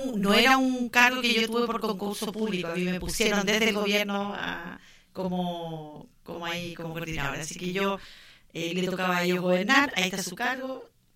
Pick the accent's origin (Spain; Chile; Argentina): Chile; Coya, O'Higgins; nací en Machalí.